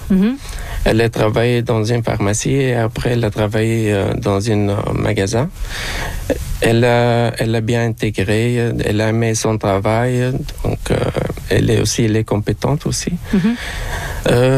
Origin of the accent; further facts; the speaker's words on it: Tunisia; moved away as an adult; now in Quebec, Canada; ma femme, elle a resté pendant un an chez nous, à Tunisie